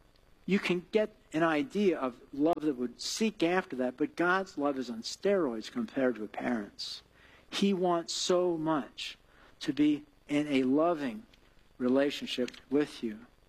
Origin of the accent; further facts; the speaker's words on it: Lebanon, Pennsylvania, United States; He said, where are you from? I said, Lebanon.